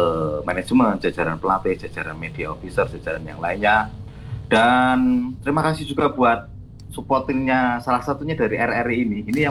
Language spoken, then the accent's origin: Indonesian; Surakarta, Central Java, Indonesia; Karena saya dari Solo, leluhur saya dari Solo.